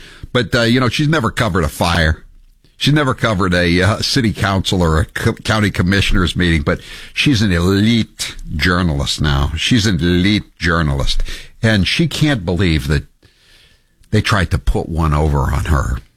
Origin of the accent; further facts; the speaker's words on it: Maine, United States; born there; I'm just a maggot deplorable guy who was actually born in Maine